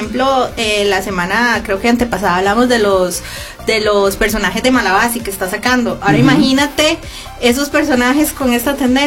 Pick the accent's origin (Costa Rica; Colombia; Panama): Costa Rica; como ticos tenemos que juntar tres fotos.